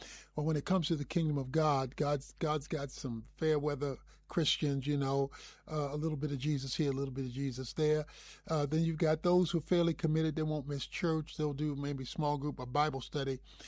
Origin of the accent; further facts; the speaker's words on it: Dallas, Texas, United States; You know, I'm from Dallas, you know, which means that you're a Cowboy fan.